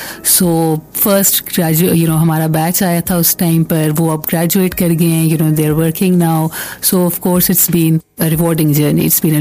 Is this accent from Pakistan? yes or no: yes; Pakistan; events that shape each of us as a Pakistani, when we look at our political system and what it is providing for us.